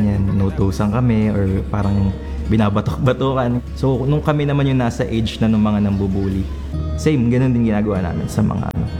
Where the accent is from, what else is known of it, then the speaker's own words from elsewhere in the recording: Manila, Metro Manila, Philippines; Pinanganak ako sa Sampaloc area, Manila.